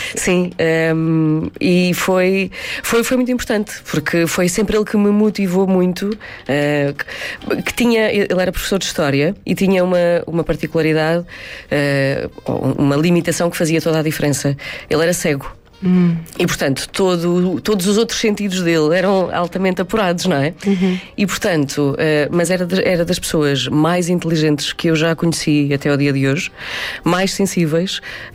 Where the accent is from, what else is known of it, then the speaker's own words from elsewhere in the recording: Abrantes, Centro, Portugal; born there; also born or lived in Constância; Eu sou de Constância, sou do concelho ao lado, mas os meus pais moram no concelho de Abrantes desde que eu tinha 12 anos, portanto, há 30. E por isso, acabei por a minha adolescência acabou por ser muito, muito ali